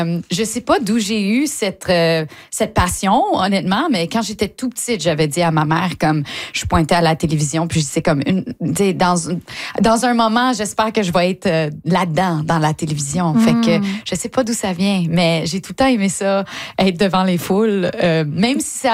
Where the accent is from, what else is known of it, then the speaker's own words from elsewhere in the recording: Ottawa, Ontario, Canada; accent: Franco-Ontarian; also born or lived in Longueuil, Quebec / Brossard, Quebec; now in Toronto, Canada; Mes parents sont nés à Montréal. Moi, je suis née aussi au Québec, à Longueuil. J'ai habité à Brossard pendant un moment. Après, j'ai grandi à Ottawa.